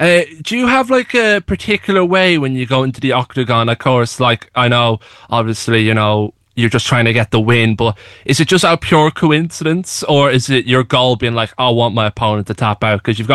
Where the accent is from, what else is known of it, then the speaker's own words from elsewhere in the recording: County Offaly, Ireland; I'm from Offaly